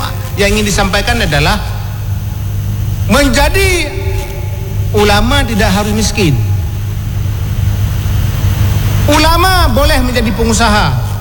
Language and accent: Indonesian; Samalanga, Aceh, Indonesia; Karena 174 km kampung saya di Batili, Samalanga.